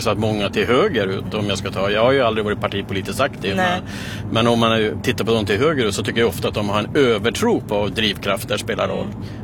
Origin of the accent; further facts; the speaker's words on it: Kiruna, Norrbotten County, Sweden; Jag är ju född och uppvuxen i Kiruna.